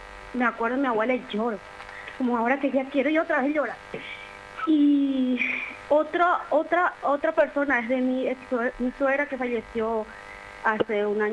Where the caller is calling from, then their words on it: San Lorenzo, Central, Paraguay; soy de San Lorenzo